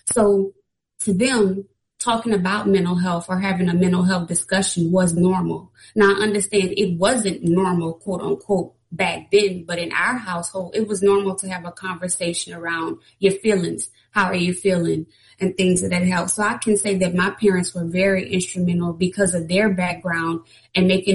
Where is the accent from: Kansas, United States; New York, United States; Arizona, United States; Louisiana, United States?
Louisiana, United States; I was born and raised in Acadiana, which is around 50 minutes from Southern University, where I currently reside in Lafayette, and I am a proud graduate of Southern University.